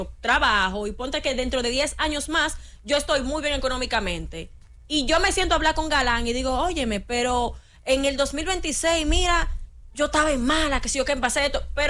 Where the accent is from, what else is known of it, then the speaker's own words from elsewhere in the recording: Dominican Republic; Nosotros como dominicanos